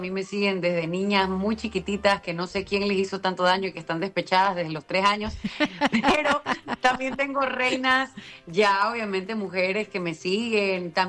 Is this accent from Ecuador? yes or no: yes; Ecuador; ahorita estoy en Guayaquil, acá en mi país, Ecuador.